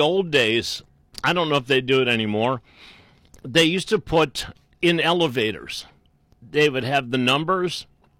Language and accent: English; Willowick, Ohio, United States; I grew up in Willowick